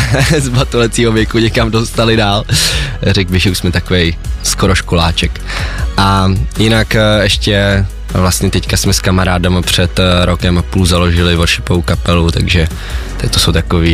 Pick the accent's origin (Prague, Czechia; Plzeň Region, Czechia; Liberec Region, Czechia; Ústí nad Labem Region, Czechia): Prague, Czechia; Tak som, řekl bych, úplne obyčejný kluk z Prahy, což je asi slyšet, že jsem z Česka.